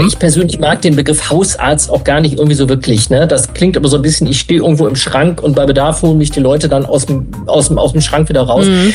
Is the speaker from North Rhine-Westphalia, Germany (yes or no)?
yes; Mülheim an der Ruhr, North Rhine-Westphalia, Germany; now in Berlin, Germany; Ich komme aus Mülheim an der Ruhr, da bin ich tatsächlich mal geboren. Da komme ich her, aber da bin ich natürlich schon lange nicht mehr.